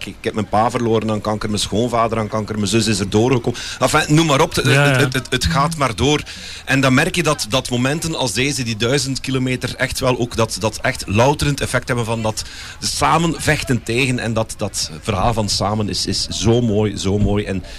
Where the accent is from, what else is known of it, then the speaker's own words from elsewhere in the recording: Boezinge, Flanders, Belgium; ik ben van Boezing afkomstig, en dan langs kleine landelijke wegen